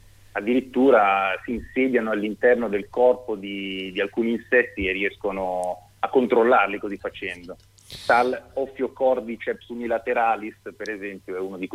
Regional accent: Liguria, Italy; now in Tuscany, Italy; io sono ligure, quindi una volta arrivato in Toscana ho scoperto anche un modo diverso di andare per boschi

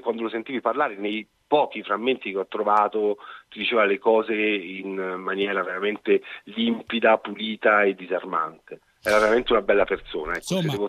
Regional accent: Tuscany, Italy; now in Rome, Italy; essendo toscano pur vivendo a Roma, torno a casa ogni volta che è possibile

